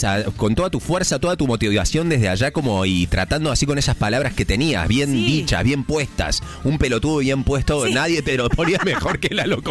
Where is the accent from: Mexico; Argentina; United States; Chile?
Argentina; Representa lo que somos los argentinos.